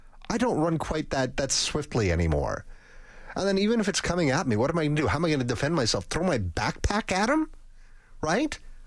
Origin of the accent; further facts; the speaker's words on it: Churchill, Manitoba, Canada; I tell them that I grew up in Churchill, Manitoba. And we would encounter polar bears on the streets in town on our way to school.